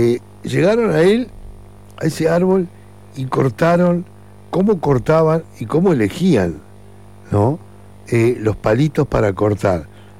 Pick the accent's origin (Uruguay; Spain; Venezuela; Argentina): Uruguay; born there; Sí, yo nací acá en el Uruguay, acá, a 2 cuadras de la plaza, a 1 cuadra de la plaza.